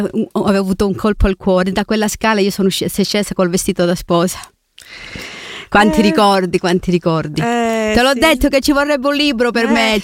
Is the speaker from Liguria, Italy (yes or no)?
no; San Pietro a Maida, Calabria, Italy; moved away as an adult; now in Switzerland; Se vuoi sapere il paese, non mi vergogno a dirlo, San Pietro a Maida di Catanzaro. Io sono onorata di essere di San Pietro a Maida. È il mio paese nativo, dove sono nata e cresciuta. Io sono venuta da grande qua in Svizzera.